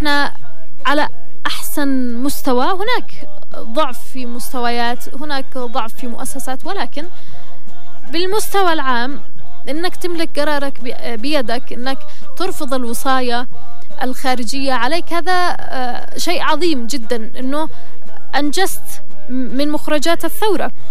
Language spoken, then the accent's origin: Arabic; Yemen; لنا بالنسبة كيمنيين